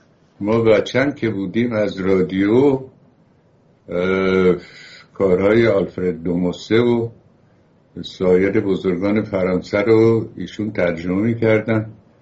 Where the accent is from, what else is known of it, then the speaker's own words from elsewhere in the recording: Iran; ما ایرانی هستیم، جای دیگری نداریم برویم.